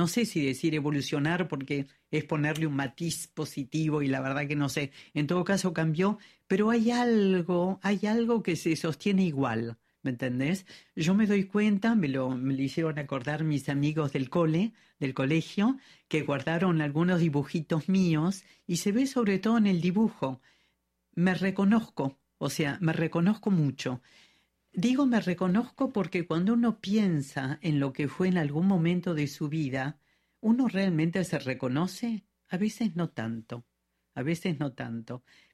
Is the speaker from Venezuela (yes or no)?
no; Argentina; now in Paris, France; yo me siento más argentina que francesa, pero me gusta mucho vivir en Francia.